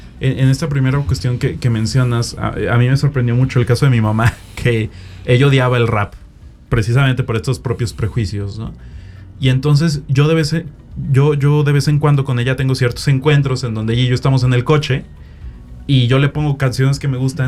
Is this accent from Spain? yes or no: no; Mexico; que nos forma como mexicanos